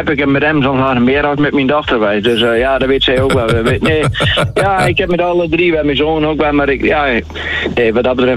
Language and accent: Dutch; Netherlands; now in Elim, Netherlands; ik kom oorspronkelijk zelf uit de Krim.